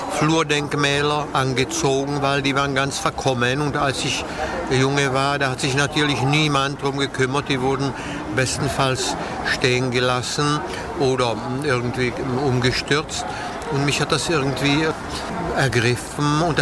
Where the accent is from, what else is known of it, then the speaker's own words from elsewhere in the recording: Varnsdorf, Ústí nad Labem Region, Czechia; Ich bin in Varnsdorf geboren, in einer deutschsprachigen Familie, aber aus Mischehe, und da haben wir zu Hause Deutsch gesprochen und da bin ich irgendwie in diese Umgebung der Deutschböhmen eingewachsen.